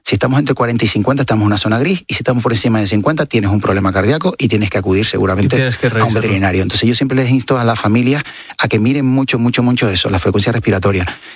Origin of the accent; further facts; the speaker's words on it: Canary Islands, Spain; now in Madrid, Spain